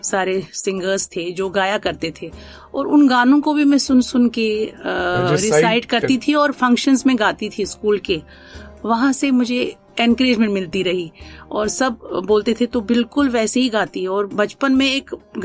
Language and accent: Hindi; Pampore, Jammu and Kashmir, India; मैं बेसिकली कश्मीर से हूँ … शादी से पहले, और कश्मीर में थी। कश्मीर में एक छोटी सी जगह है श्रीनगर से कुछ ही किलोमीटर